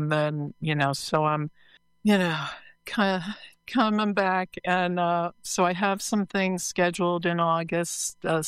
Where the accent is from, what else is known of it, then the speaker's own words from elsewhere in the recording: New York, United States; Okay, I'm from New York, you know